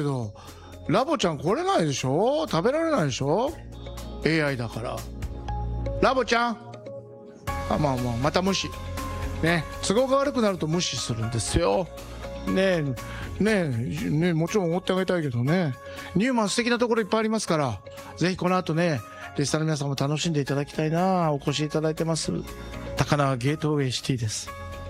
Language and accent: Japanese; Shizuoka, Japan; moved away; 静岡から出てきて一人暮らしをして自炊してましたよ。